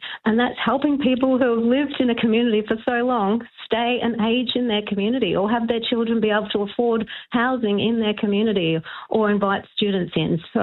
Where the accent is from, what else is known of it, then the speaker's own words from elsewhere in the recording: Brisbane, Queensland, Australia; I grew up in Toowong, but at the back of Toowong, near the Mount Coot, in a low density part of Toowong